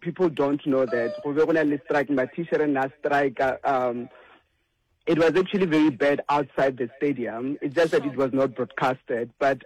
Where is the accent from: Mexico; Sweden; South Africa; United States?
South Africa; I feel like as South African, a young South African, I feel like there's just so much to learn out there to bring back to our country and make our country a better place.